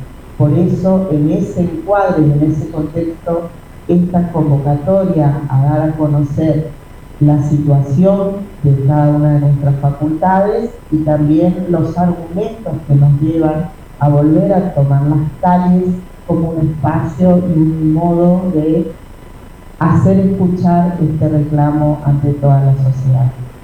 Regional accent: Oberá, Misiones, Argentina; Los que vivimos en Uberá, los que somos de Uberá, los que estamos en Uberá

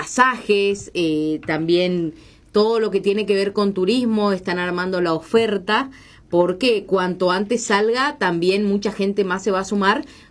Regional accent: Argentina; los argentinos veníamos esperando hace mucho tiempo

